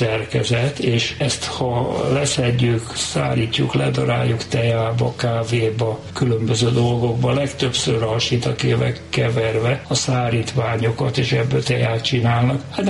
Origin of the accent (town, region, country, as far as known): Budapest, Hungary; born or raised there